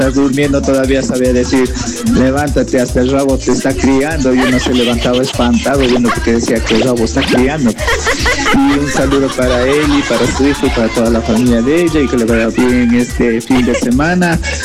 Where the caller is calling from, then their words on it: Quito, Pichincha, Ecuador; desde el Pintado